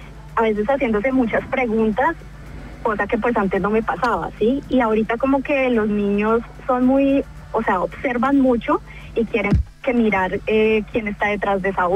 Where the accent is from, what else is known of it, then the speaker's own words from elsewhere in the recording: Colombia; moved away as an adult; now in Sydney, Australia; en mi país, Colombia.